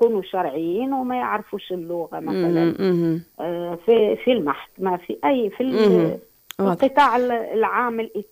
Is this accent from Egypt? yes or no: no; Takelsa, Nabeul Governorate, Tunisia; moved away as an adult; also born or lived in Grombalia; now in Italy; باك آداب في تونس، يعني في ليسي جرومباليا يعني ولاية نابل. أنا ريفية الأصل، يعني مولودة في تكلسة ولاية نابل، من جذور بابا كان من ولاية المهدية